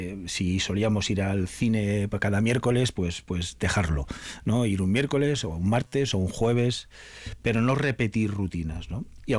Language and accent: Spanish; Alsasua, Navarre, Spain; yo soy navarro, soy de Alsasua. Pero cuantitativamente gran parte de mi familia es de Agurain, aunque ahora estén ya casi todos en Vitoria, ¿no?